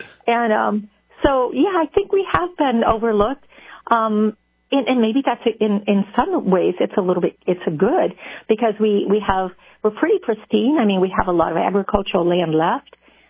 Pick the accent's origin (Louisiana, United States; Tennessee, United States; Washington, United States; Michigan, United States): Michigan, United States; Allegan; Well, you know, I grew up in Allegan on a small dairy farm.